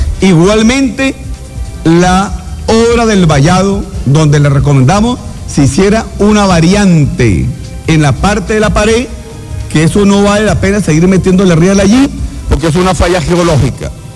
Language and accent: Spanish; Táchira, Venezuela; esos son parte de nuestro dialecto aquí, de los pingos de aquí de Táchira, pues.